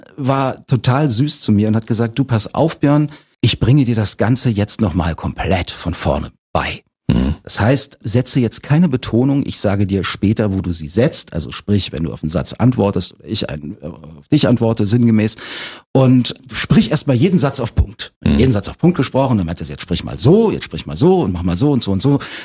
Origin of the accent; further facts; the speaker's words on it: Berlin, Germany; Und dass ich in diesem elften Stock, wo ich groß geworden bin, in diesem Hochhaus.